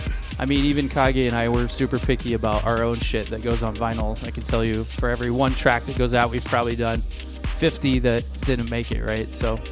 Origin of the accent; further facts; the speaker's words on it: Illinois, United States; moved away as an adult; I grew up in Central Illinois